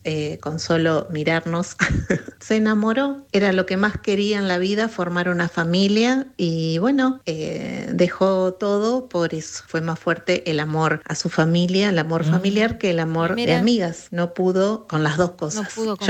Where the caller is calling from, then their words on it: La Pampa, Argentina; de La Pampa.